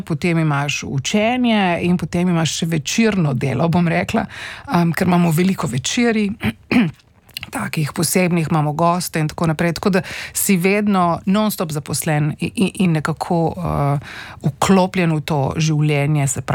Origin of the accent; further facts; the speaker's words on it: Postojna, Littoral–Inner Carniola, Slovenia; Jaz sem odraščala v Postojni, se pravi pri, oziroma bom reka splošno na Primorske